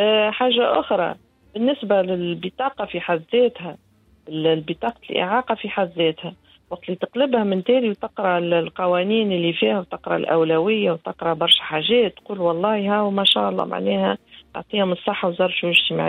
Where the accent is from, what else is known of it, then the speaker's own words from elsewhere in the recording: Tunis, Tunis Governorate, Tunisia; كما نقولوا احنا من تونس العاصمة